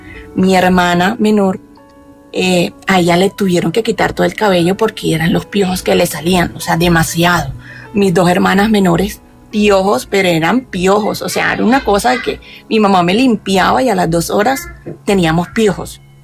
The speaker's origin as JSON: {"language": "Spanish", "town": "Barranquilla", "region": "Atlántico", "country": "Colombia", "said": "yo desde pequeña, yo soy de Barranquilla."}